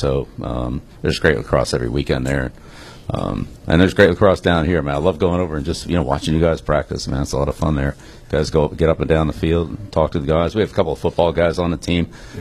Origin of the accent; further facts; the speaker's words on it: Maryland, United States; I grew up in Maryland, and there's two things that are really important in Maryland: lacrosse and crabs.